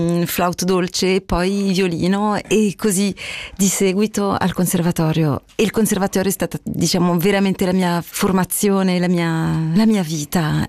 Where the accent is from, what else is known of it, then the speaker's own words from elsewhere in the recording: Montreal, Quebec, Canada; first language French; Italian is a second language; Sì, sono nata e sono cresciuta in Canada da genitori romani.